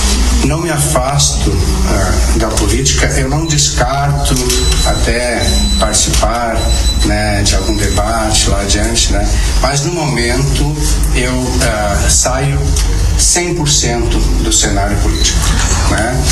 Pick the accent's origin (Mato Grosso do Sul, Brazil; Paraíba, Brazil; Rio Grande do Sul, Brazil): Rio Grande do Sul, Brazil; now in Venâncio Aires, Brazil; e não quero fugir da responsabilidade como brasileiro, como gaúcho